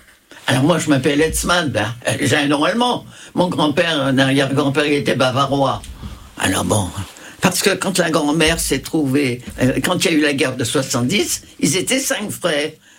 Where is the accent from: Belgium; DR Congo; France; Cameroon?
France; je suis une Française qui rapatrie ses enfants.